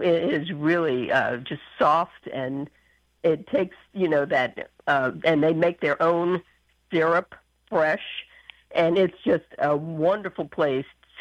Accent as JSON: {"language": "English", "area": "St. Bernard Parish", "region": "Louisiana", "country": "United States", "tie": "born or raised there", "said": "I remember growing up in St. Bernard"}